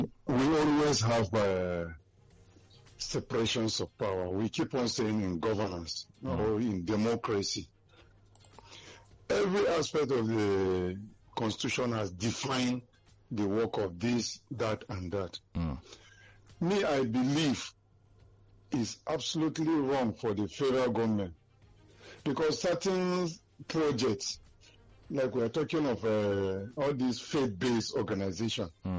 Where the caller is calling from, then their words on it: Lagos, Nigeria; I'm calling from Apapa.